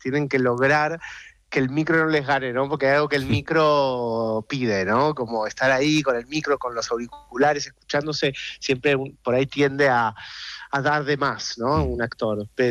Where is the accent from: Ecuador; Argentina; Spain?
Argentina; accent: Argentine; he actuado todos los personajes todas las pequeñas partes de la serie las he tenido que hacer con mi acento argentin